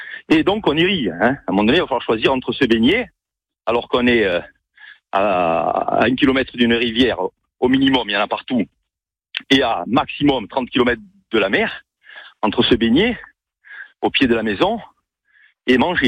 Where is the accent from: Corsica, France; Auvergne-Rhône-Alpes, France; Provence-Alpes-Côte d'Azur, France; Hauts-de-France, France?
Corsica, France; Tolla; moi, je suis de Tolle